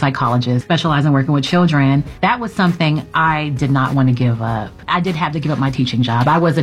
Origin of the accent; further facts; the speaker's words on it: Houston, Texas, United States; I'm actually from Houston